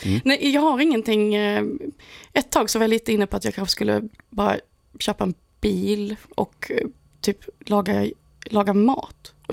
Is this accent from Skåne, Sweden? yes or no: yes; Helsingborg, Skåne, Sweden; born there; moved away; also born or lived in Stockholm; Jag spelar i Helsingborg, min hemstad. Och sen spelar jag i Stockholm som också är min hemstad.